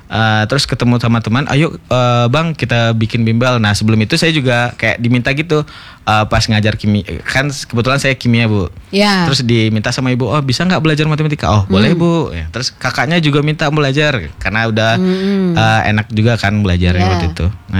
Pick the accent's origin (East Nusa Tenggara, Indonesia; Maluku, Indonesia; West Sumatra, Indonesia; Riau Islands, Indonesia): West Sumatra, Indonesia; now in Bandung, Indonesia; Aku orang Sumatera Barat, Ibu.